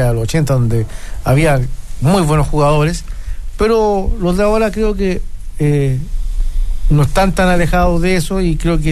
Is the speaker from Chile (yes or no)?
yes; Chile; Yo como chileno